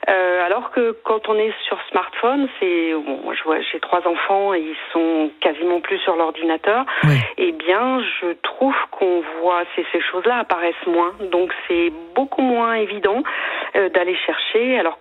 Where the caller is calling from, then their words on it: Brittany, France; Alors, je vous appelle de Bretagne.